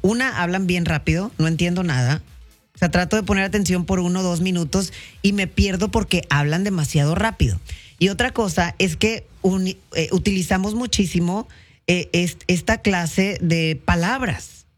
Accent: Mexico; los mexicanos estamos en todas partes

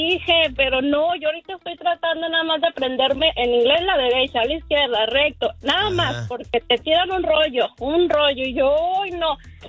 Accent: Torreón, Coahuila, Mexico; Mire, yo tengo un hermano que se llama Alberto. Nosotros somos de Torreón, Coahuila, México.

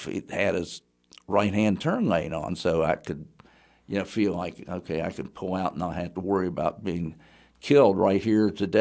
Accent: Huntington, West Virginia, United States; of course, I grew up in the Huntington area

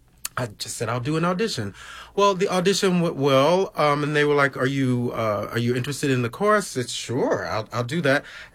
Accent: Georgia, United States; Well, I will just tell you, I'm a Georgia boy.

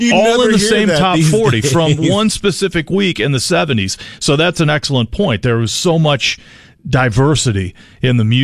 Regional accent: Illinois, United States; Where I grew up right near the Mississippi River on the Illinois side, St. Clair County, Illinois, and that's the county that borders the Mississippi on the east side of the river

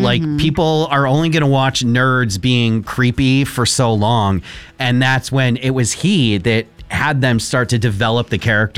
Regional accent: Connecticut, United States; I'm Team Boston. Over Team New Haven, even though I grew up in Connecticut.

